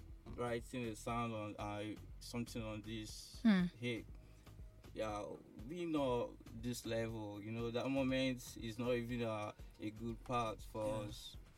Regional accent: Imo, Nigeria; I'm from Imo State. So I'm from Imo State, Idato local government.

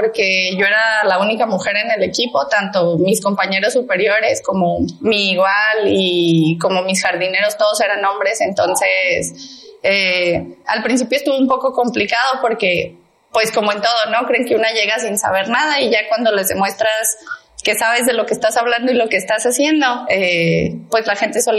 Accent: San Luis Potosí, Mexico; moved away as an adult; also born or lived in Tamaulipas; toda mi vida crecí en la Huasteca Potosina y Tamaulipeca.

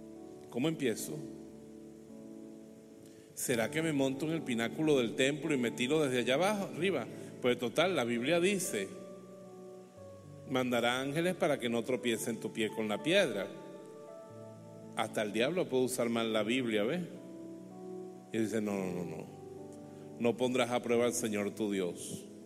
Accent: Bejuma, Carabobo, Venezuela; el basurero que es la entrada de mi pueblo, horrorosamente, el basurero de Bejuma

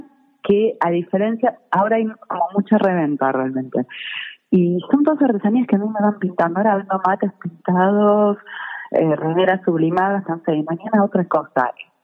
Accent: Buenos Aires, Argentina; moved away as an adult; now in Quebrada de Humahuaca, Jujuy, Argentina; yo siendo porteña

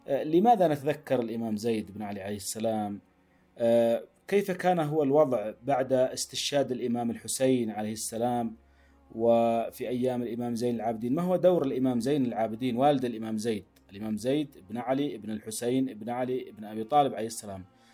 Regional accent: Yemen; نحن اليوم كيمنيين

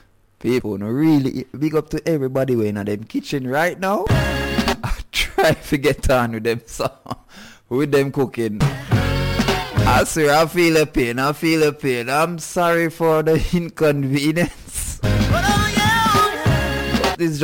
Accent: Jamaica; I was raised up in the Point Hill district.

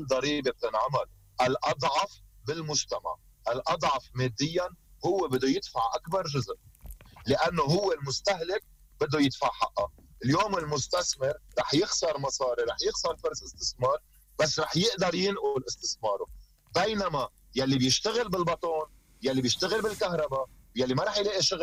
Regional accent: Lebanon

